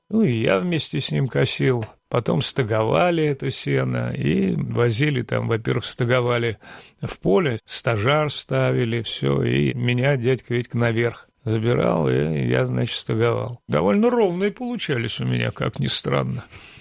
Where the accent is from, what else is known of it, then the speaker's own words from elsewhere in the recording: Saint Petersburg, Russia; Но так как у меня в паспорте написано место рождения Ленинград, я все время говорю, что нет, я ленинградец, а не санкт-петербуржец.